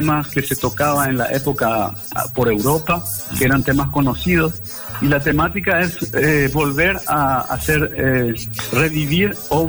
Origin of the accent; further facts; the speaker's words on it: Paraguay; moved away; contento de estar en mi país.